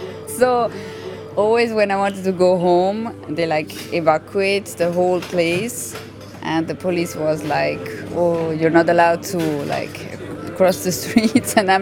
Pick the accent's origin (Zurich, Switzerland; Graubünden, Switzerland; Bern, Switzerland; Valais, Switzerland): Zurich, Switzerland; Because I grew up in Zurich and I'm for sure Most of them are here, so.